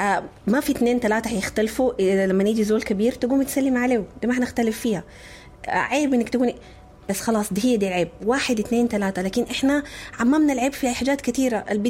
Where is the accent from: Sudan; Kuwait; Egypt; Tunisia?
Sudan; إحنا كأمهات كمجتمع سوداني